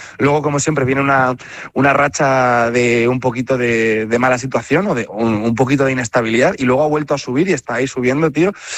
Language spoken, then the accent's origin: Spanish; Zaragoza, Aragon, Spain; Tengo pánico al mar, tío, porque como no sé, que mira que soy de Zaragoza